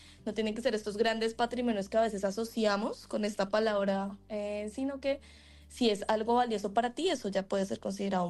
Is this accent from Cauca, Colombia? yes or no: no; Bogotá, Colombia; also born or lived in Boyacá; Yo soy de Bogotá, pues yo soy cundiboyacense, Bogotá, y también de Boyacá.